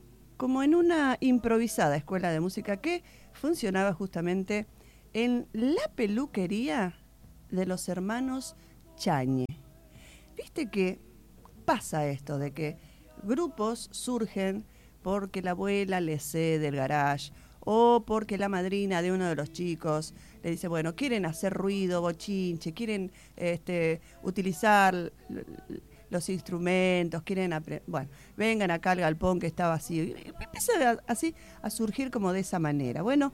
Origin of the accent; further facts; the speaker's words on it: San Lorenzo, Santa Fe, Argentina; porque nosotros que somos de San Lorenzo y que vivimos ahí